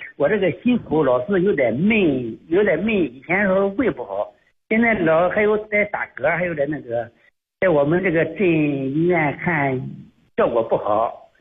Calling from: Jiangsu, China; 我都是这个在这边铜山这边的。

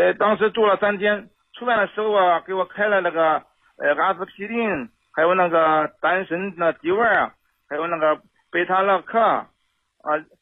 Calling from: Shenyang, Liaoning, China; 我是沈阳的呀。

